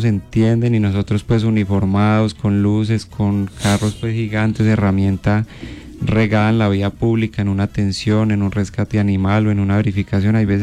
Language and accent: Spanish; Colombia; todos como buen colombiano, nos dejamos coger la noche